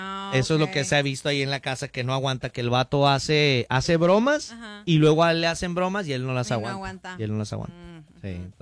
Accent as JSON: {"language": "Spanish", "country": "Mexico", "said": "Y yo soy mexicano, sí."}